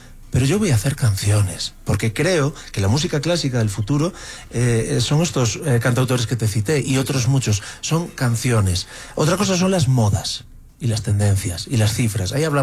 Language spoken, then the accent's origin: Spanish; Galicia, Spain; en mi país, en España, estamos perdiendo todos un poco el norte. Y mira que yo soy gallego, soy del norte